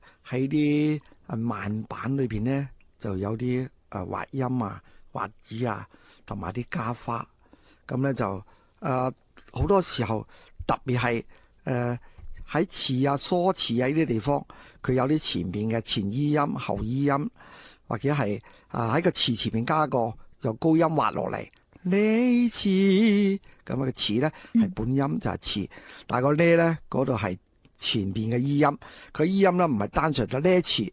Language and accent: Cantonese; Guangdong, China; 我估计广东音乐都应该有呢种我哋岭南人嘅特性喺度。